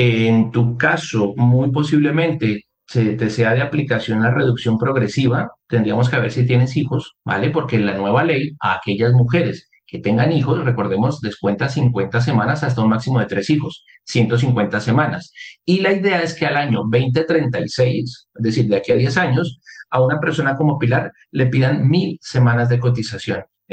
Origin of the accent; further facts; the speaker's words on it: Colombia; now in Spain; como colombianos que estamos fuera de nuestro país